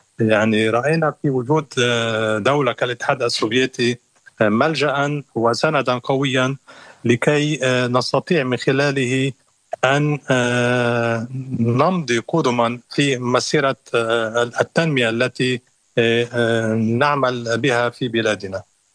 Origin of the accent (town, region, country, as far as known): Lebanon